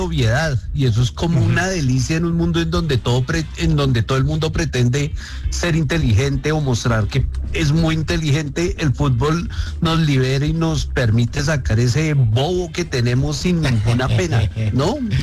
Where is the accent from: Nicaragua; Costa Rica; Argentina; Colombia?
Colombia; si somos de Colombia y pues vemos fútbol, pues somos hinchas de la selección.